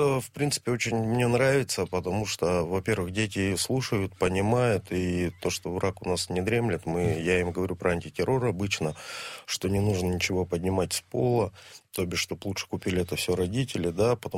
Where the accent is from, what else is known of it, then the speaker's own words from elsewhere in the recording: Yekaterinburg, Sverdlovsk Oblast, Russia; родился я в городе Свердловск.